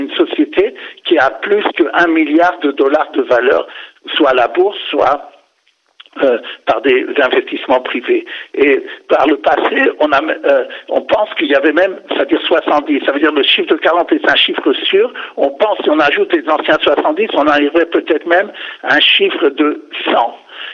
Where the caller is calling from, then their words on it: Jerusalem, Jerusalem District, Israel; moi je suis à Arnof, à Jérusalem, dans un quartier religieux